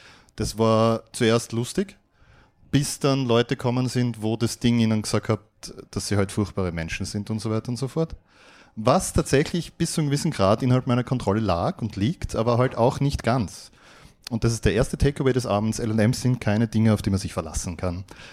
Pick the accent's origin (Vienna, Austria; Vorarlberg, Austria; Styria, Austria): Styria, Austria; Graz; Ja, hallihallo … ich komme aus Graz.